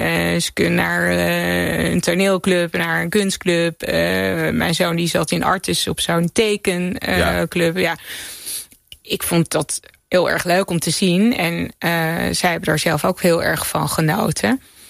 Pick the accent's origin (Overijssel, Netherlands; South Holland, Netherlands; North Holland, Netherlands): South Holland, Netherlands; Zoeterwoude; Maar nee, ik ben in Zoeterwoude opgegroeid. Dat is een dorp bij Leiden. Ik zat in Leiden op de middelbare school.